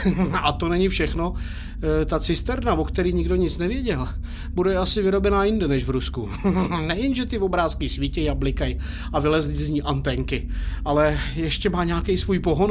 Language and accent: Czech; Prague, Czechia; A když jsme tam došli, tak mu říkám, že jsme jako z Prahy.